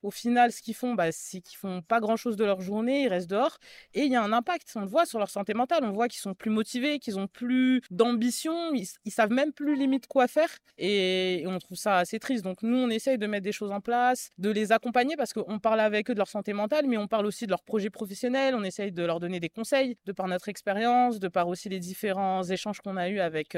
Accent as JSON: {"language": "French", "town": "Paris", "region": "Île-de-France", "country": "France", "said": "Nous, on vient de Paris à la base."}